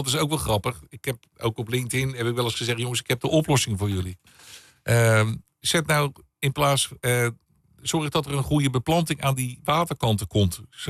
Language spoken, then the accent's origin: Dutch; Netherlands; ik ben Nederlander natuurlijk.